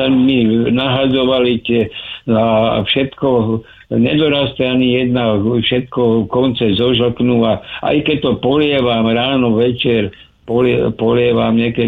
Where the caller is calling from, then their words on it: Svätý Jur, Bratislava Region, Slovakia; ináč je to oblasť tu na Božský Svätý Jur